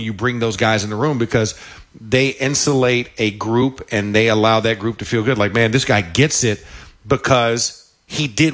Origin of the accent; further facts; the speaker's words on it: Orlando, Florida, United States; I grew up in Orlando.